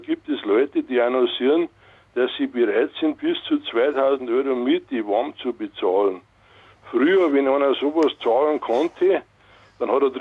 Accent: Hebertshausen, Bavaria, Germany; ich bin aus Herbertshausen bei Dachau.

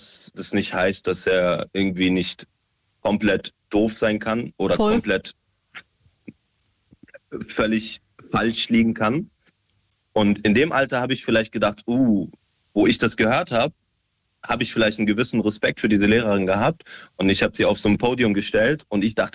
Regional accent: United Arab Emirates; also born or lived in Syria; now in Germany; Also ich bin ursprünglich aus Syrien. Ich bin aus den Emiraten, aber nach Deutschland gezogen. Ich bin auch dort aufgewachsen.

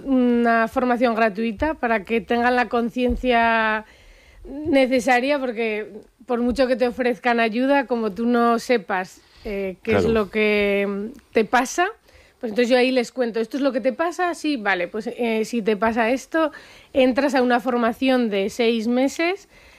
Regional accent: Leciñena, Aragon, Spain; born or raised there

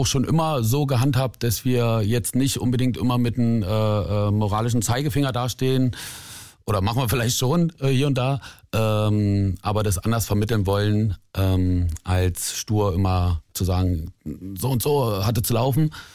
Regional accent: East Germany, Germany; Wir kommen alle aus dem Dorf oder aus Kleinstädten in Ostdeutschland.

